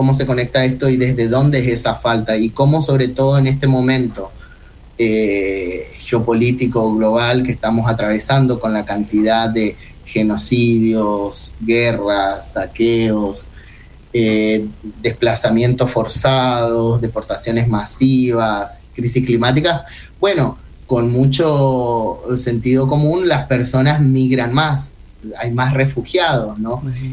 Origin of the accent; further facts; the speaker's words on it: Chaco, Argentina; now in Brazil; yo soy ahí de Chaco.